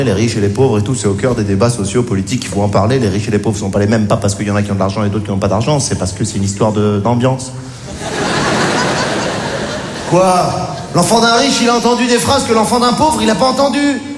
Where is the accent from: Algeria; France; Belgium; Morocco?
Morocco; born there